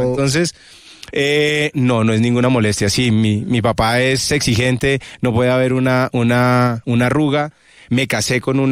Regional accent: Bogotá, Colombia; also born or lived in various parts of the country and abroad; mi acento es un poco difícil de ubicar porque por el trabajo de mi padre tuve la fortuna de vivir en diferentes partes del país, sí, y del planeta, y eso hace que se le esconda a uno, pero soy bogotano 100%, Rolo. Nacido aquí en Bogotá.

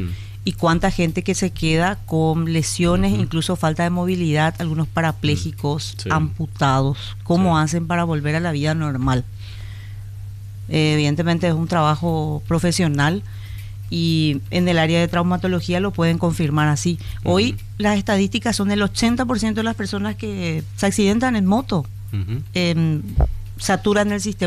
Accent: Paraguay

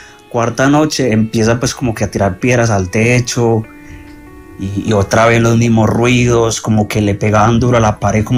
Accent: Antioquia, Colombia; moved away; todo empezó en el pueblo de donde yo soy, que es como hacia el nordeste

